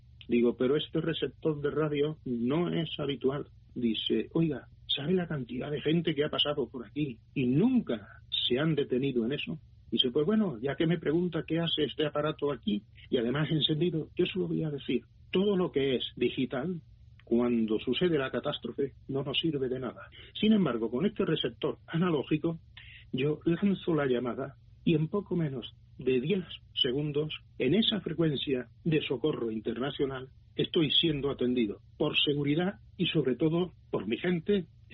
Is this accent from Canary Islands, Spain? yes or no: no; Tarragona, Catalonia, Spain; Digo, pues no, soy español. ¿Y de dónde viene? Pues mire, vengo de Tarragona, allí al lado de Barcelona.